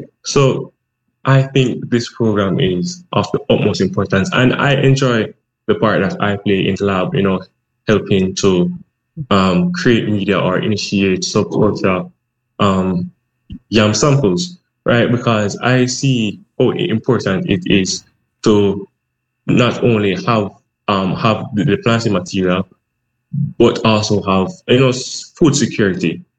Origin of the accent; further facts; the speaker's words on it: Linstead, Saint Catherine, Jamaica; And I grew up in Linstead, St. Catherine, which is pretty rural.